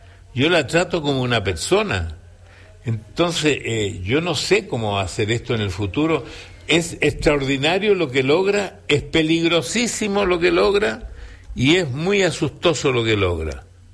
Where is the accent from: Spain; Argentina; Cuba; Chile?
Chile; cada vez que ha habido una necesidad yo he venido porque yo soy chileno.